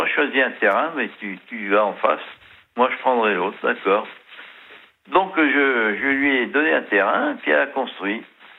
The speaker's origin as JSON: {"language": "French", "country": "Algeria", "lives_now": "France", "said": "D'abord, je suis pied-noir d'origine. Mes parents aussi."}